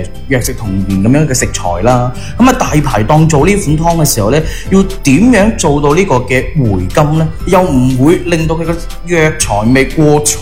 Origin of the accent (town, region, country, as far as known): Guangdong, China